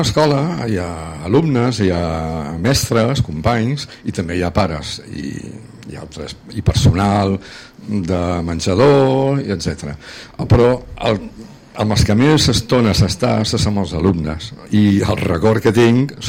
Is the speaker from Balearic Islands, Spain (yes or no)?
yes; Menorca, Balearic Islands, Spain; moved away as an adult; I vaig venir a Catalunya, perquè jo soc de Menorca